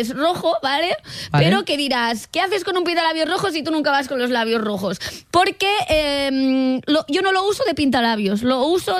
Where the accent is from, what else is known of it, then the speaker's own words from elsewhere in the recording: Catalonia, Spain; En mi tote bag, porque ya sabemos que soy catalana.